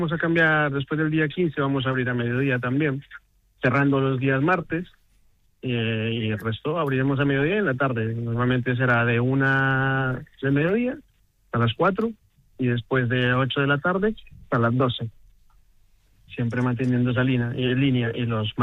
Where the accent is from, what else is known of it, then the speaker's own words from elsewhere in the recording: Colombia; moved away as an adult; now in Ourense, Spain; yo soy colombiano, pero llevo aquí en Orense 20 años.